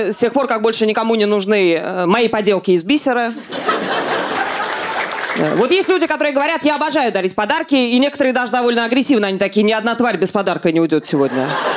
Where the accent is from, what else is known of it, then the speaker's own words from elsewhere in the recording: Moscow, Russia; Я долго жила с родителями, потому что я из Москвы